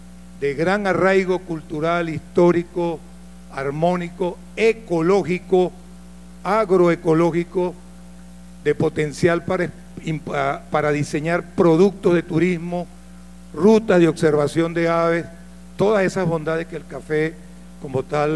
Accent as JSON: {"language": "Spanish", "country": "Venezuela", "said": "este café que nos identifica como venezolanos."}